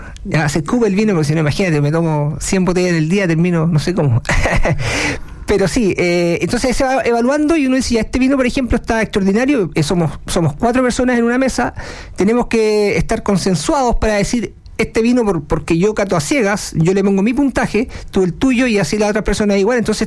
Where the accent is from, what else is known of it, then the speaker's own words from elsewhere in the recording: Chile; Yo tuve la suerte de ser invitado el año pasado como único chileno en este certamen